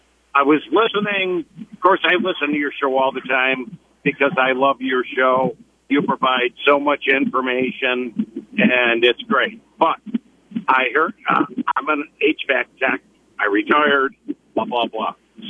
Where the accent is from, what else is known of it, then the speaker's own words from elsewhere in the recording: United States; I grew up in Wyoming County.